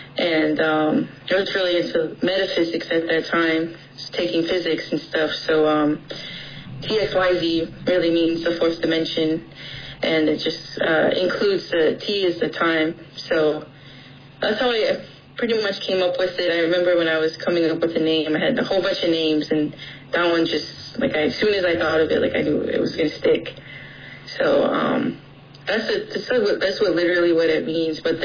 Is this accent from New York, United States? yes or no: no; Second Mesa, Arizona, United States; I am Hopi and Navajo. I'm from Second Mesa, from Sapolivi, and just happy to be here.